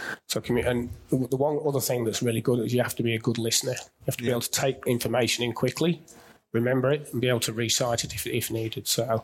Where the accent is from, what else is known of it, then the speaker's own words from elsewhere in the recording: England, United Kingdom; moved away as an adult; now in Melbourne, Australia; I grew up in England and missed out on a chance when I was in my early 20s.